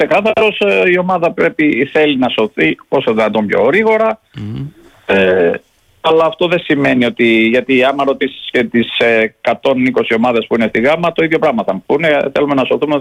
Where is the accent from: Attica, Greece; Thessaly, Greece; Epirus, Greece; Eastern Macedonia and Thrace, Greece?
Epirus, Greece; Preveza; είμαι από Πρέβεζα.